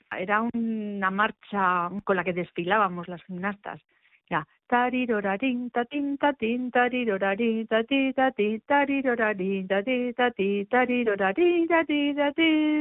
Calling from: Madrid, Community of Madrid, Spain; llamo desde Madrid

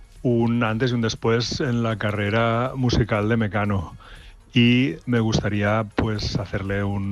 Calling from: Barcelona, Catalonia, Spain; de Barcelona.

